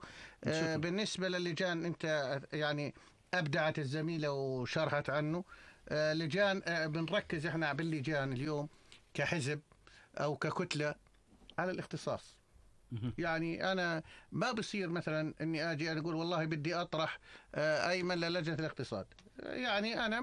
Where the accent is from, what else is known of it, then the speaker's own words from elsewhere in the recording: Jordan; تعرف أنه أن إحنا نشمية أردنية من حزب الأمة بتمثل المملكة الأردنية